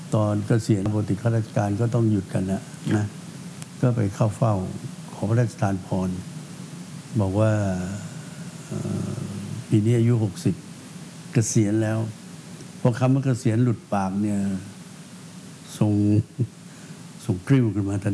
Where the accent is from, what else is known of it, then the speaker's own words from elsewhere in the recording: Phetchaburi, Thailand; ผมเป็นคนเพชรบุรี